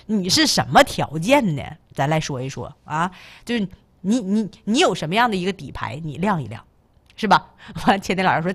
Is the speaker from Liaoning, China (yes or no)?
yes; Tieling, Liaoning, China; moved away; 我老家铁岭的，